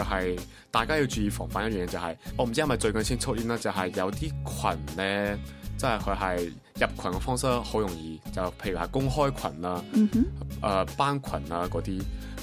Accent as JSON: {"language": "Cantonese", "country": "Macau", "said": "大家好，"}